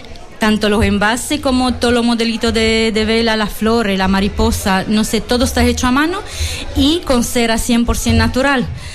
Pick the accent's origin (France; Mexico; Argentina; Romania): Romania; now in Constantina, Spain; Soy de Rumanía, pero llevo ya en Constantina 20 años.